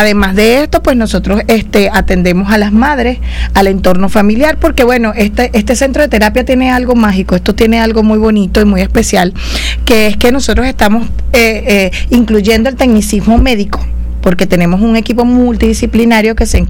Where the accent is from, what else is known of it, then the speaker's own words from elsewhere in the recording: Ocumare del Tuy, Miranda, Venezuela; nosotros somos de Ocumare del Tuy y pues allá las terapias pues son muy escasas